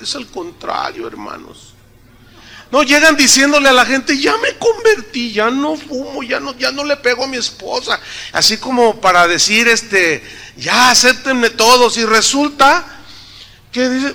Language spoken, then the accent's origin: Spanish; San Luis Potosí, Mexico; moved away; yo me enteré de unos primos míos allá de donde yo soy de San Luis Potosí.